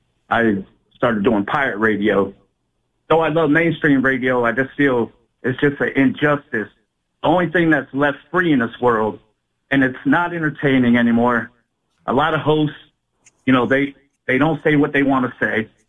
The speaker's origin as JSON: {"language": "English", "region": "Florida", "country": "United States", "said": "I'm from Palm Beach County."}